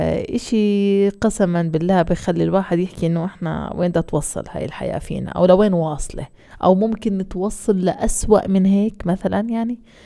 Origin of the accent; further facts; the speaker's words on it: Palestine; يعني احنا كشعب فلسطيني كل اشي لازم يمر بغصة